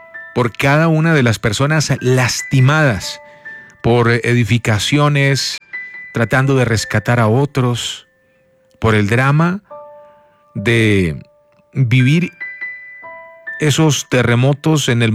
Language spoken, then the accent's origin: Spanish; Armenia, Quindío, Colombia; nosotros aquí en Colombia, sobre todo yo que soy de Armenia.